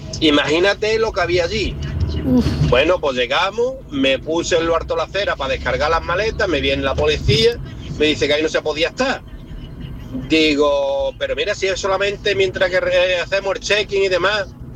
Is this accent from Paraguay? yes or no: no; Huelva, Andalusia, Spain; now in Málaga, Spain; Y como vivo en Málaga y soy de Huelva, ¿dónde voy a ir yo de vacaciones?